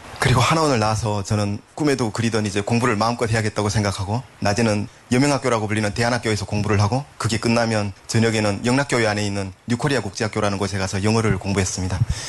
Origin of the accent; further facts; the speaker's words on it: North Korea; moved away; 가다가 죽더라도 나는 남조선으로 가겠습니다라고 말씀을 드렸고요. 그래서 제가 어머니께 말씀드리고 난 이후로 바로 탈북한 건 아니고요.